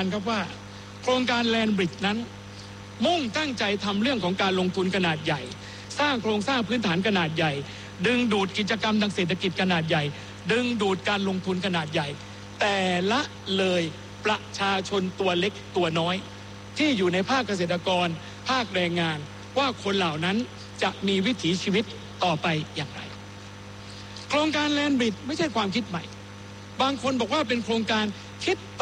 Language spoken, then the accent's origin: Thai; Southern Thailand, Thailand; born there; ผมเป็นคนปากใต้ครับผมเกิดที่นั่นญาติพี่น้องของผมอยู่ที่นั่นมีคนที่เรารู้จักเป็นเพื่อนฝูงเป็นญาติมิตรคนที่รู้จักกันทั้ง14จังหวัดภาคใต้